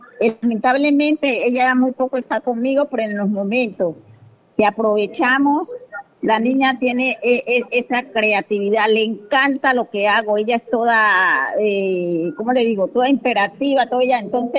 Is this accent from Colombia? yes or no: yes; Pacific region, Colombia